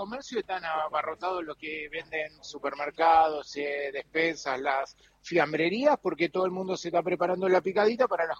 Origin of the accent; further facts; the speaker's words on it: Entre Ríos, Argentina; un emblema para nosotros los entrerrianos.